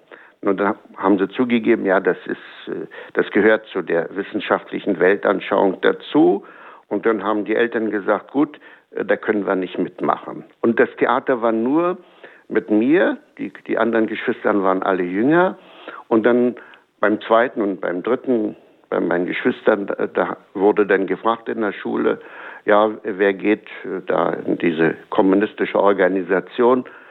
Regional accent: Herzfelde, Brandenburg, Germany; Also wir hatten bei uns in Herzfelde, wir hatten einen ganz guten Priester

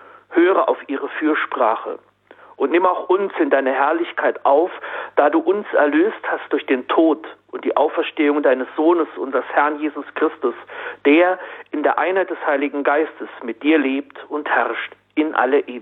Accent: Sprengen, Saarland, Germany; Nicht nur, weil jetzt bei uns im Saarland dann ein Feiertag ist, gewiss nicht. Vielmehr trägt die kleine Kirche aus meinem Heimatdorf Sprengen den Namen Maria Himmelfahrt. Und in dieser Marienkirche, ja, da wurde ich getauft.

